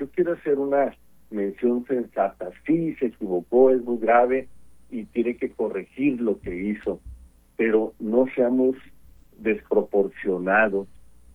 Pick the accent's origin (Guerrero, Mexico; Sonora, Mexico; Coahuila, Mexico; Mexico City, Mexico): Sonora, Mexico; Hermosillo; refleja muy bien cómo somos los sonorenses y los hermosillenses en particular